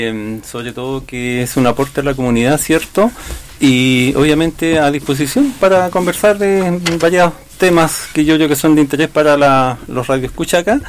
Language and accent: Spanish; Entrelagos, Los Lagos, Chile; esta misma cuesta que está acá al lado de la Cuesta Uribe, famosa Cuesta Uribe, nos tirábamos en suncho, jugábamos cuando era muy pequeño. Tengo más de 60 años